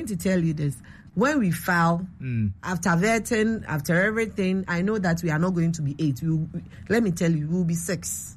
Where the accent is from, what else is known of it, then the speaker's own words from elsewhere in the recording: Takoradi, Western Region, Ghana; though I am a Western region girl, I grew up in Takoradi, I know the region very well